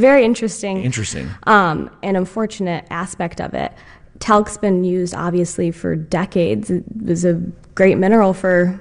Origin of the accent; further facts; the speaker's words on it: Northville, Michigan, United States; So I was born and raised in Michigan in a town called Northville. It's one of the Detroit suburbs.